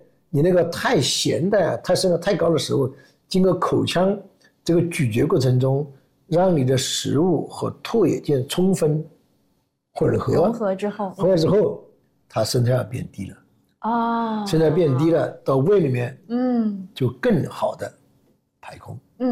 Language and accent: Chinese; China; 这是我们中国人的常态